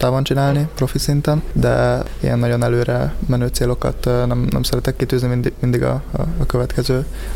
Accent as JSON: {"language": "Hungarian", "town": "Gödöllő", "region": "Pest", "country": "Hungary", "said": "Is, mert gödöllői vagyok, az ingázási időt, ami napi 2-3 óra is lehet"}